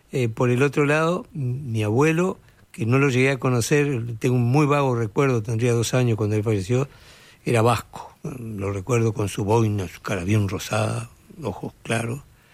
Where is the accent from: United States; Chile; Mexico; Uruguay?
Uruguay; Tacuarembó; moved away; Nací allá.